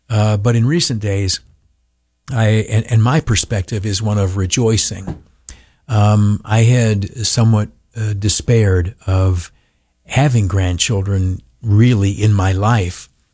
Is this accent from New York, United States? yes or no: yes; New York, United States; I'm too old. My roots are too deep. I'm a New Yorker in every conceivable way. I'm not going anyplace.